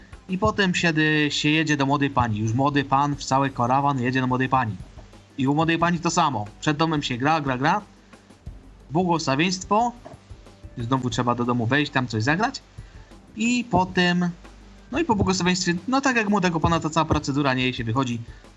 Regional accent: Silesian Voivodeship, Poland; U nas to jest na Śląsku bardzo modne.

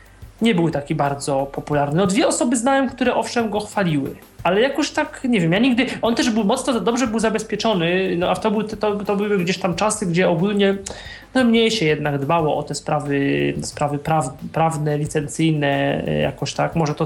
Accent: Poznań, Greater Poland Voivodeship, Poland; no jestem z Poznania

